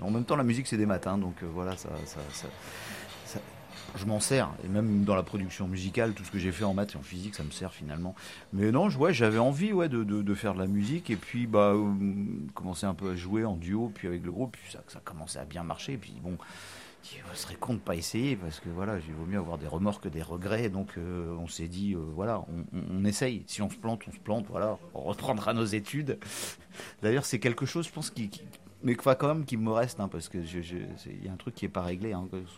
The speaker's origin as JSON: {"language": "French", "town": "Brest", "region": "Brittany", "country": "France", "tie": "born or raised there", "said": "Ouais, bah, je suis né à Brest, ouais, j'ai passé mon enfance à Brest. Après, j'ai un peu bougé. Voilà, Plougastel, Quimper, puis je suis revenu à Brest pour mes études."}